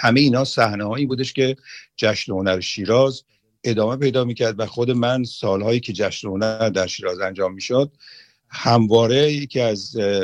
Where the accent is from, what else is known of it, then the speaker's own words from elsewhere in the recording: Iran; من به عنوان یک ایرانی قدرشناس شهبانو زادوشون رو به خودشون، به خاندان ایشون و به ملت ایران شاد باش میگم.